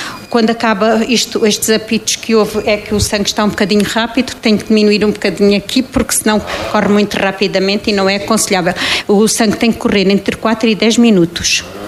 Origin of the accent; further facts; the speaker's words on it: Portalegre, Alentejo, Portugal; also born or lived in Angola; Eu nasci em Porto Alegre, sou natural de Porto Alegre e defendo a minha terra com unha e dentes.